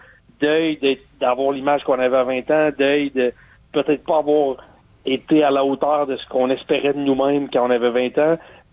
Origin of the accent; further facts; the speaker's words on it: Quebec City, Quebec, Canada; Je viens de Québec, j'ai vu des spectacles-là.